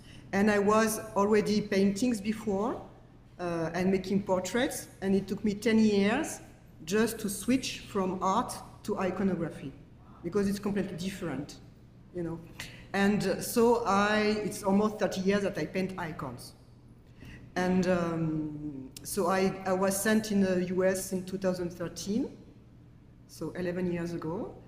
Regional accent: France; English is a second language; So I came from France. I entered the monastery of Bethlehem in France in 95, so it's almost 30 years.

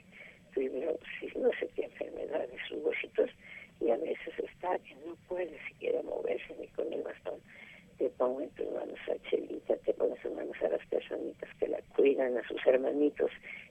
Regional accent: Jalisco, Mexico; de allá de mi tierra, de Jalisco

